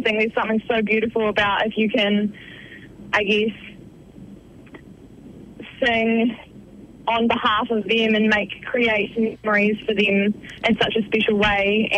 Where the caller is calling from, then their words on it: Invercargill, Southland, New Zealand; I'm currently down south in New Zealand.